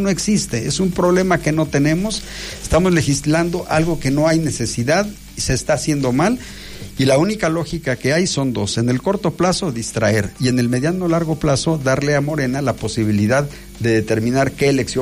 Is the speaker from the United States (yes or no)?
no; Mexico